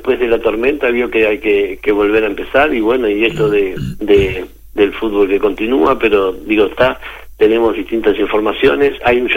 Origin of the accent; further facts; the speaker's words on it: Salto, Uruguay; todos aquellos que somos parte del fútbol, pero que también somos salteños